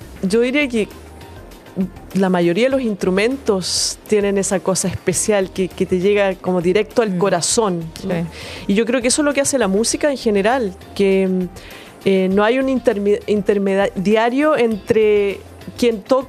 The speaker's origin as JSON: {"language": "Spanish", "town": "Concepción", "region": "Biobío", "country": "Chile", "also_born_or_lived": "United States", "said": "Yo soy de Concepción"}